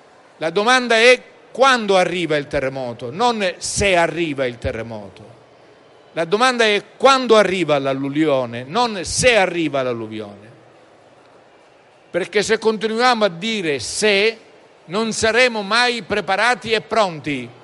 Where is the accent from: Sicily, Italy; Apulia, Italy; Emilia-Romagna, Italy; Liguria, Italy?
Sicily, Italy; Io sono siciliano, come sapete, quando ho tempo mi dedico alla storia della mia regione